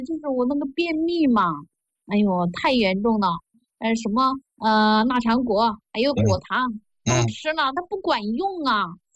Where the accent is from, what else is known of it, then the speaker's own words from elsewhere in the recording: Chengdu, Sichuan, China; 我家是四川的。